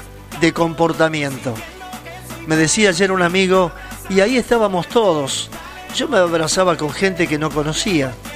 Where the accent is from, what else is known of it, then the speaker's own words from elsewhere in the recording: Argentina; de un mismo país, porque somos todos argentinos.